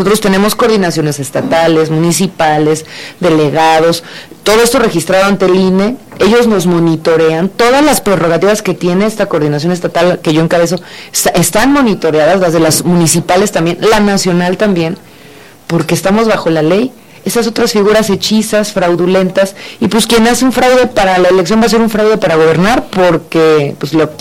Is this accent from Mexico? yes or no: yes; Mexico; respetar la ley, que es el pacto social común que hoy nos une como mexicanos